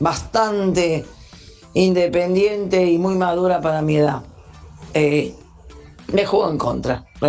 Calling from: Argentina

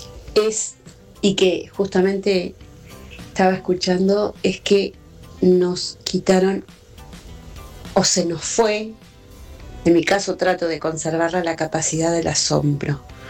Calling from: Neuquén, Argentina; de Neuquén

